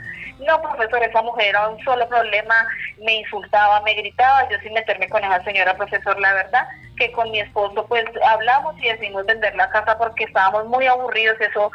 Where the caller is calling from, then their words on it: Medellín, Antioquia, Colombia; Le estoy llamando desde Medellín, del barrio San Javier.